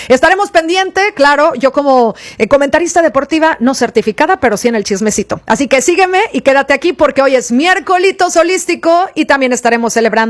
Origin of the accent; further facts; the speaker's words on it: Mexico; nosotros hablando como mexicanos.